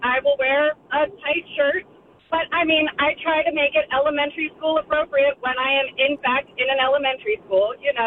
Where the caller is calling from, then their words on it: Rappahannock, Virginia, United States; I'm from Rappahannock.